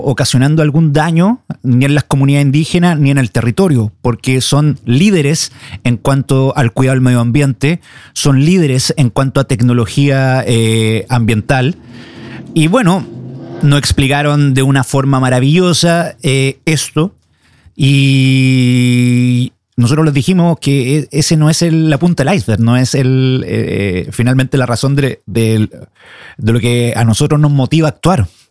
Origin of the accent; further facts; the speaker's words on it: Chile; para nosotros como chilenos también entender la lucha del pueblo Sami contra Statkraft